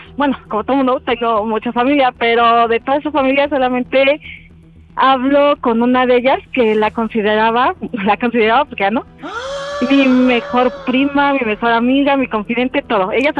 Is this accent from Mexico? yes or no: yes; Cuernavaca, Morelos, Mexico; Tengo 30 años, soy de Cuernavaca.